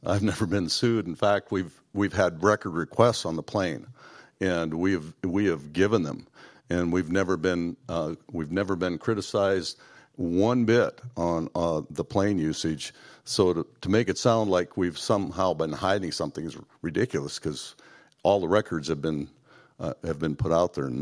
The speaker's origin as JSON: {"language": "English", "region": "South Dakota", "country": "United States", "tie": "born or raised there", "said": "Born and raised in South Dakota. And my parents, my grandparents on both sides were homesteaders."}